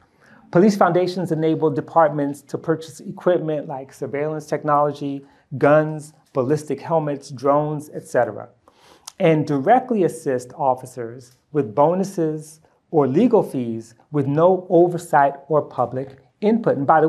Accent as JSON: {"language": "English", "town": "Harlem", "region": "New York", "country": "United States", "tie": "born or raised there", "said": "And I was actually growing up in Harlem. He was only a few years older than me."}